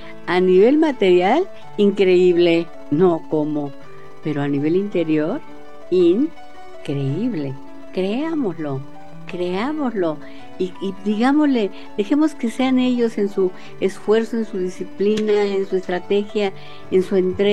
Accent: Mexico

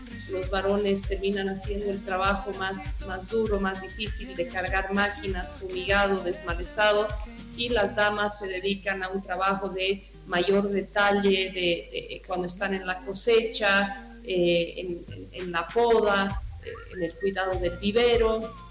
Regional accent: Bolivia; tenemos que ser muy orgullosos como bolivianos.

